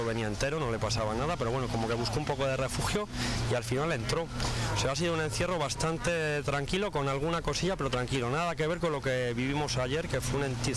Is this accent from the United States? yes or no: no; Coca, Castile and León, Spain; vengo desde Coca